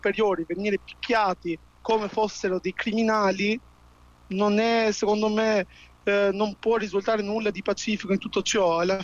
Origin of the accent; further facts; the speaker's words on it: Durrës, Durrës County, Albania; Io vengo da Durazzo e oggi ci sono state per circa 4-5 ore proteste anche a Durazzo